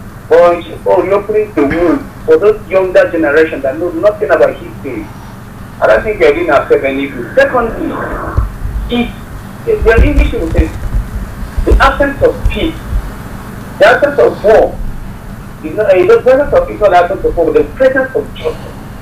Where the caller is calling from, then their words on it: Northern Nigeria, Nigeria; I'm from the north.